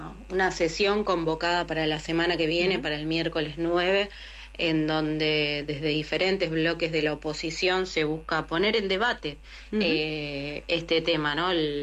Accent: Colón, Buenos Aires Province, Argentina; yo particularmente soy de Colón, provincia de Buenos Aires, una ciudad chica de 27.000 habitantes

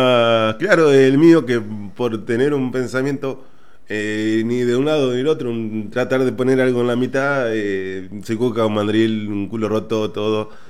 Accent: Entre Ríos, Argentina; yo soy de Entre Ríos

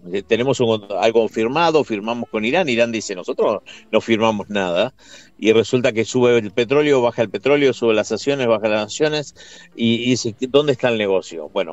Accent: Argentina; Mira, obviamente yo como argentino

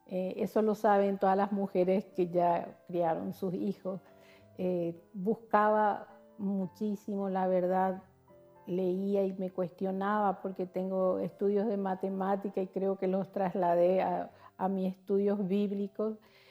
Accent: Asunción, Paraguay; soy de Asunción, Paraguay.

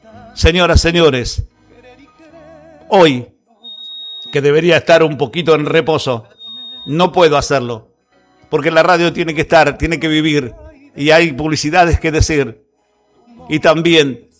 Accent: Buenos Aires Province, Argentina; now in Bragado, Argentina; Nosotros somos argentinos.

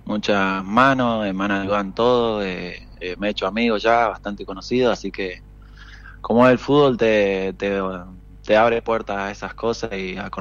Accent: Mendoza, Argentina; moved away as an adult; also born or lived in Comodoro Rivadavia; now in Catriel, Argentina; Sí, soy de Mendoza, el año pasado estuve en Jorge Newbery, jugué regional ahí

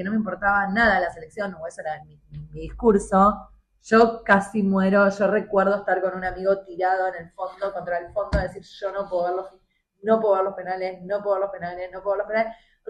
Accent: Argentina; Obviamente que me siento argentina, me gusta ser argentina en un montón de cosas

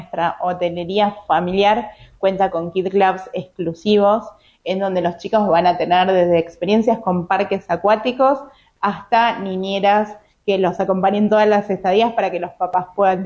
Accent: Argentina; a los argentinos nos gusta mucho

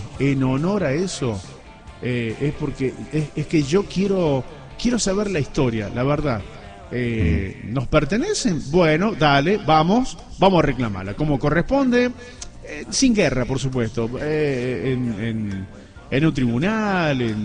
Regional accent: Argentina

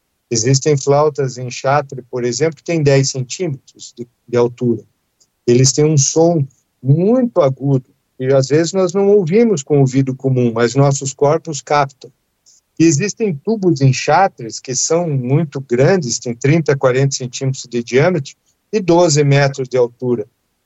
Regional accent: Curitiba, Paraná, Brazil; born there; Eu nasci em Curitiba, lá na Praça Tiradentes.

